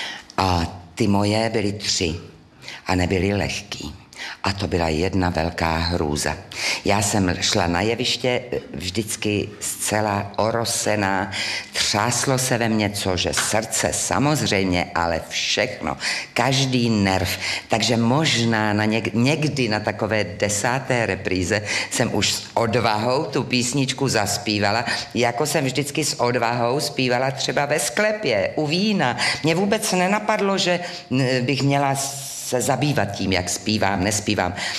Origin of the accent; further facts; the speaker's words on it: Zlín Region, Czechia; moved away; já jsem venkovský děvče. Já pocházím opravdu z Valašských Pasek